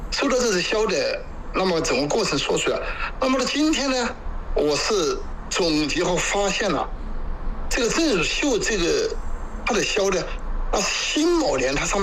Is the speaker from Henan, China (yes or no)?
no; Yuping, Guizhou, China; 我是玉屏的，这只箫呢是我的先祖他们制作的，